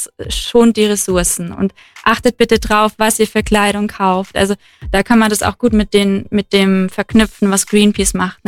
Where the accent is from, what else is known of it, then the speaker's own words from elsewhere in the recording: Marktoberdorf, Bavaria, Germany; now in Kempten, Germany; Ich bin aus der Nähe von Marktoberdorf. Mhm. Und wohne jetzt in Kempten.